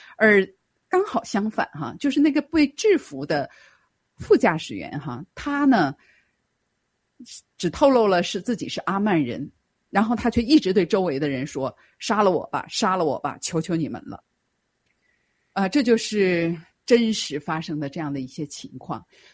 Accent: China

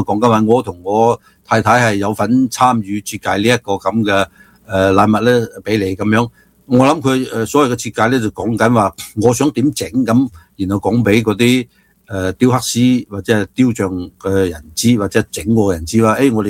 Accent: United States; 因為其實我作為美國人，我覺得唔好想要呢個大熊貓

